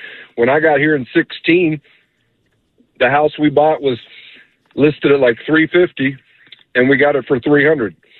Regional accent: Washington, District of Columbia, United States; And my hometown Wizards, who I first worked for when I got out of college

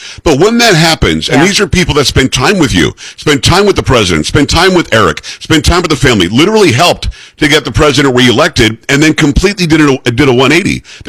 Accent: Florida, United States; Donald Trump was omnipresent when I was growing up in Palm Beach County

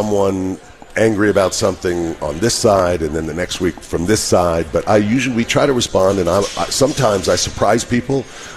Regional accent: Houston, Texas, United States; Oh, the backstory. Born in Houston. So this is great. You know, I'm an Oilers guy.

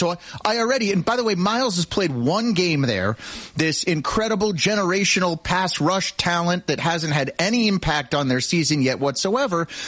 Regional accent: Denver, Colorado, United States; I remember growing up in Denver.

